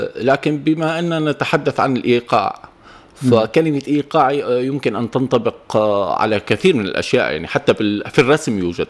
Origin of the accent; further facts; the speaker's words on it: Syria; now in Tunisia; ما عادش تقدمني مثل قبل، يعني على أساس أني أنا شاعر سوري يعني موجود بتونس، لا بتقلي تونسي سوري خلاص.